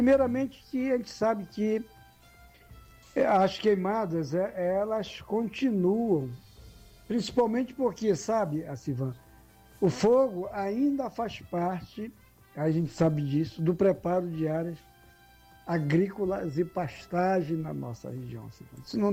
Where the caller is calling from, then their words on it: Pará, Brazil; Aqui pela região do Baixo Amazonas, oeste do Pará, né?